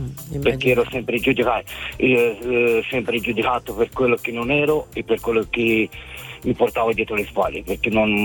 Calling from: Siena, Tuscany, Italy

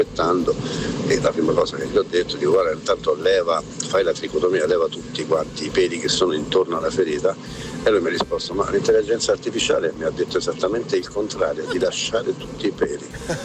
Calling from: Rome, Lazio, Italy

